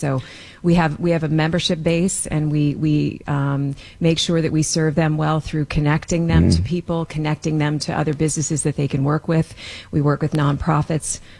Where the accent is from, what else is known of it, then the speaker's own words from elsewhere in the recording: Monmouth County, New Jersey, United States; now in Ocean County, United States; I grew up in Monmouth and I raised my family in Ocean.